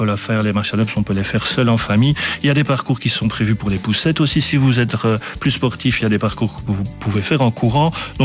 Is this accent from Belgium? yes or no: yes; Belgium; chez nous, en Wallonie, à Bruxelles, ce n'est pas les endroits qui manquent